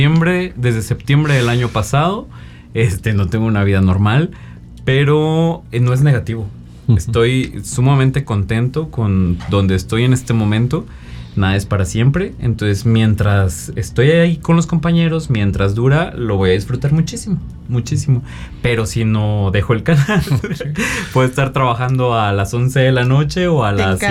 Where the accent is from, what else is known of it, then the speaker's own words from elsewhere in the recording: Huasteca, Mexico; los usos y costumbres, las tradiciones de mi Huasteca